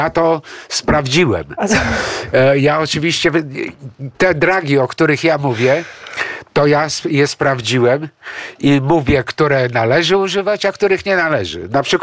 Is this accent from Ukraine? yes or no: no; Greece; now in Poland; ja jestem Grekiem, ale jestem obywatelem polskim.